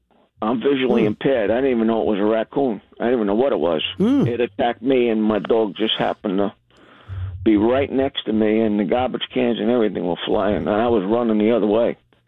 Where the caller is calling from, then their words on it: New York City, New York, United States; in Brooklyn, we have rabies we have to worry about.